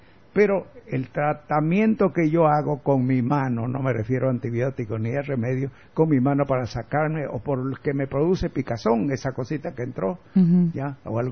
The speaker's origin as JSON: {"language": "Spanish", "region": "Santa Cruz", "country": "Bolivia", "accent": "camba", "said": "Bueno, soy camba, pues, por último."}